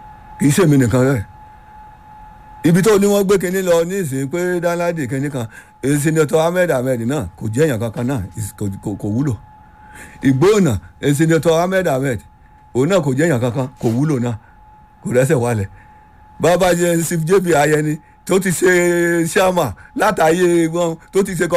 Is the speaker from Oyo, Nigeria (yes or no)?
no; Ekiti, Nigeria; Èkìtì ni mí. Àdẹ̀ tí ì ṣerí. Ó dùn mọ́ mi inú.